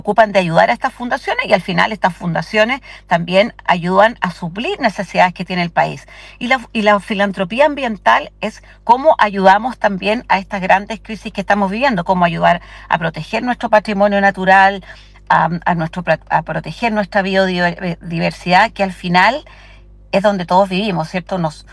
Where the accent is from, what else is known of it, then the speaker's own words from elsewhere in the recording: Chile; nosotros mismos como chilenos